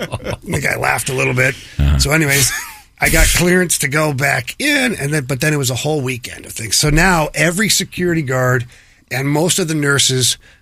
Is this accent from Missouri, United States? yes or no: yes; St. Louis, Missouri, United States; I'm not from here. I'm from St. Louis